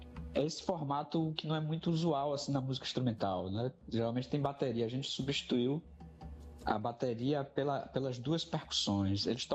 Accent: Bahia, Brazil

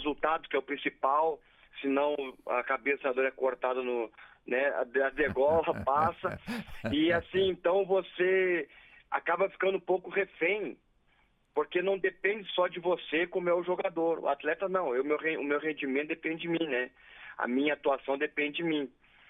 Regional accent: Rio Grande do Sul, Brazil; moved away; Eu saí do Sul, né? Saí do Rio Grande do Sul, fiz pouco tempo de base no Grêmio, depois eu fui jogar pelos times do interior do Rio Grande do Sul

